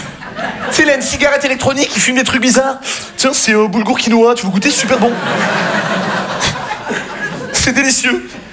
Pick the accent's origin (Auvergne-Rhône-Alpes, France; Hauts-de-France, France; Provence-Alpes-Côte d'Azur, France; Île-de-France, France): Provence-Alpes-Côte d'Azur, France; Marseille; j'ai grandi à Marseille.